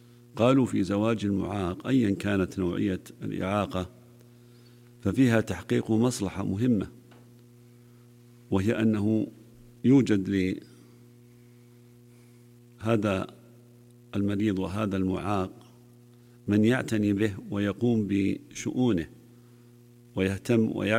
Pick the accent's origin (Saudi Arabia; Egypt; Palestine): Saudi Arabia; عندنا في المملكة العربية السعودية